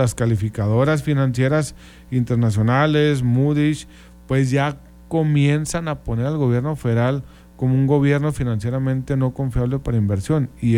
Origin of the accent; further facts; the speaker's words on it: Mexico; los mexicanos estamos hartos, cansados, todos, un servidor